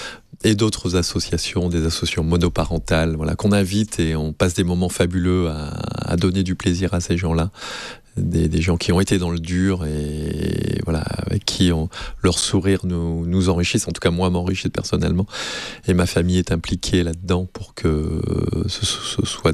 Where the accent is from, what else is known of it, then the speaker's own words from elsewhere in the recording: Nice, Provence-Alpes-Côte d'Azur, France; en tant que petit niçois, vous l'avez compris, les Magnoliards, Raoul Dufy, rien ne me prédestinait à devenir navigateur professionnel